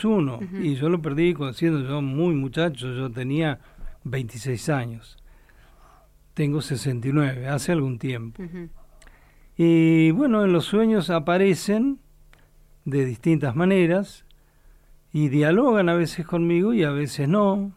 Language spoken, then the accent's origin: Spanish; Caleta Olivia, Santa Cruz, Argentina; moved away; yo me crié en Caleta Olivia